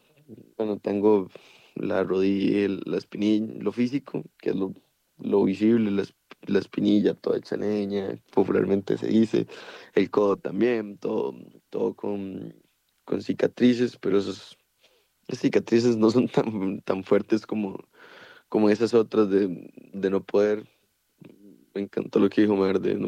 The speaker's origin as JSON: {"language": "Spanish", "town": "Pérez Zeledón", "region": "San José", "country": "Costa Rica", "lives_now": "Heredia, Costa Rica"}